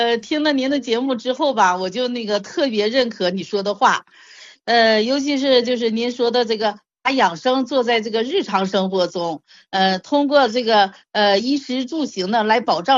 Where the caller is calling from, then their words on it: Shenyang, Liaoning, China; 我是沈阳人